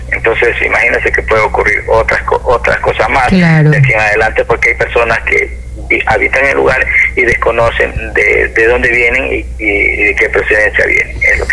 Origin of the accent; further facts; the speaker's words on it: Ecuador; claro que somos ecuatorianos, yo soy ecuatoriano